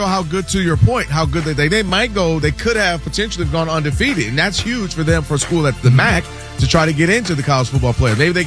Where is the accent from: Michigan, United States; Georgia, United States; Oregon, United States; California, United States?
Michigan, United States; Ann Arbor; I told you, I'm from Ann Arbor.